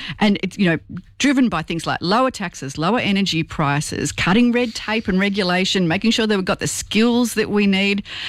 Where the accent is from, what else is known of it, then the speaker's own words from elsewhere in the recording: Victoria, Australia; I'm from Victoria, where, you know, our prosperity.